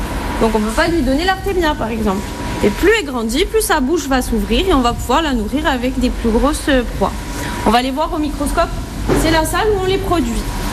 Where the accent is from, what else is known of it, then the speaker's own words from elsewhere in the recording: Bonifacio, Corsica, France; chez nous, à Bonifacio